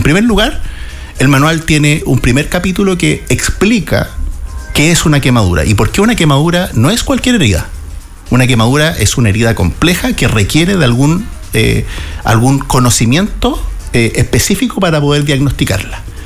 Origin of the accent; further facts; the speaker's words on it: Hualañé, Maule, Chile; muy orgullosamente soy de Gualañé, así que voy a ocupar un ejemplo de mi tierra.